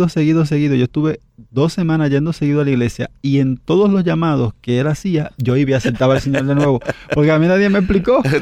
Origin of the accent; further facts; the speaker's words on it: Dominican Republic; Y el personal de la Federación de Deportes de la República Dominicana tuvo que bajar a mi pueblo. Y ahí, pues, ellos me vieron.